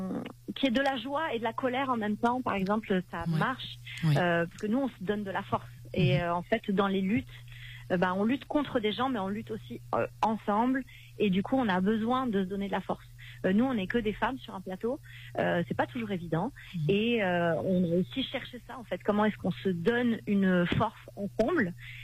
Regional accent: Occitanie, France; vers chez nous en Occitanie, puis nous autour de Villefort

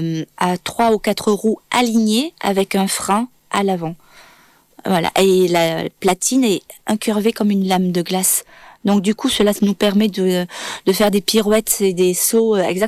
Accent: Occitanie, France; j'ai toujours vécu ici, dans l'Hérault.

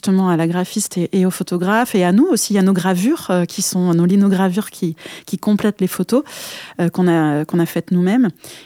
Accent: Occitanie, France; chez nous en Occitanie

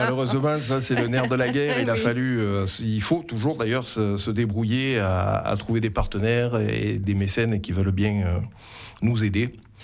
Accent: Avignon, Provence-Alpes-Côte d'Azur, France; moved away as an adult; now in Orsan, France; je suis né à Avignon, moi.

